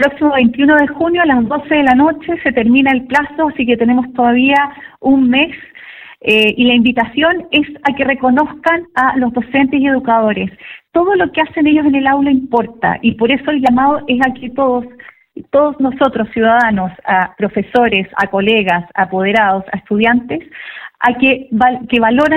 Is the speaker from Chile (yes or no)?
yes; Chile; como chileno nos cuesta a veces reconocer que estamos generando logros